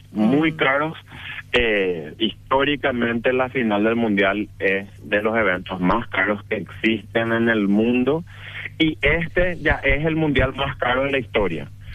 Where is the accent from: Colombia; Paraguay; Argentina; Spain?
Paraguay